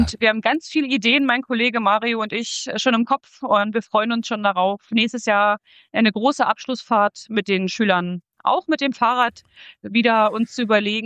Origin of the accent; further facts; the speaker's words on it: Harz, Germany; Die Kinder wollen noch mal in meine Heimat. Da waren wir schon mal. Ich komme ja ursprünglich aus dem Harz.